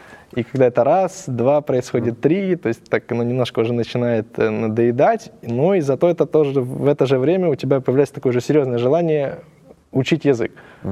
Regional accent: Ukraine; now in Argentina; Нет, я сам с Украины.

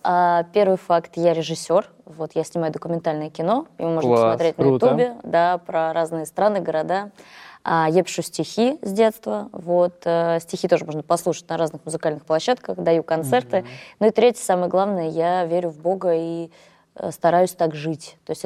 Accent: Nizhny Novgorod, Nizhny Novgorod Oblast, Russia; А я вообще родилась в Нижнем Новгороде, то есть это Нижегородка, вот.

